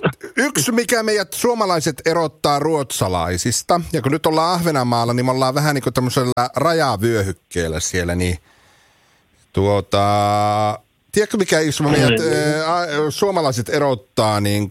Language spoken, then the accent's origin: Finnish; Raahe, North Ostrobothnia, Finland; se meillä Raahessa tunnetaan tämä mereltä tuleva usva ja sumu